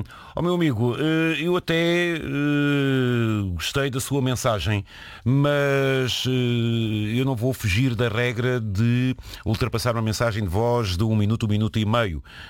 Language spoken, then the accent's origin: Portuguese; Murça, Norte, Portugal; até que enfim, hoje vou ver a minha terra natal, que é a famosa Porca de Mursa. Não, você vai ver, é Mursa.